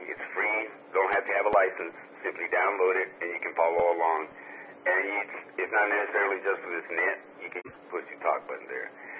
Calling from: Killeen, Texas, United States; I'm transmitting from Killeen, Texas, where it's currently 94 degrees with about a 14-mile-per-hour wind coming to us from the east.

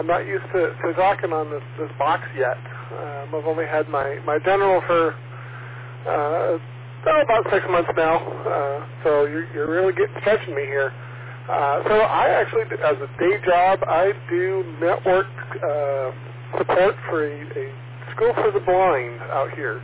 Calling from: West Coast, United States; Out here, it's the West Coast

